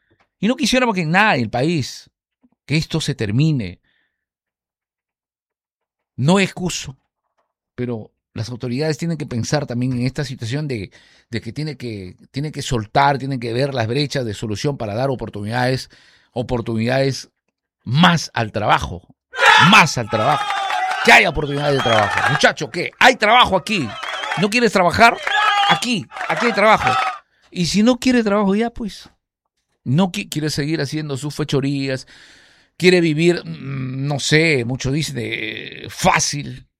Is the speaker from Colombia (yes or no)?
no; Venezuela; moved away; Yo soy extranjero, yo soy de Venezuela.